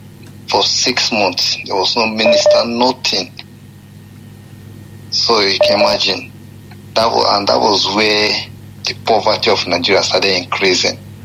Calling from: Dubai, United Arab Emirates; I'm calling from United Arab Emirates, Dubai.

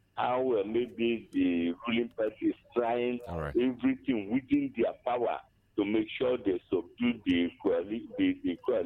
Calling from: Abani, Enugu State, Nigeria; I'm calling from Abani, Kenugu.

